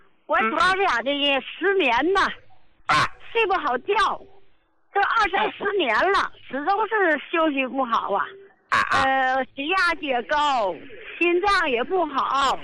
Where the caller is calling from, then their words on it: Jilin, China; 哎、我是吉林的、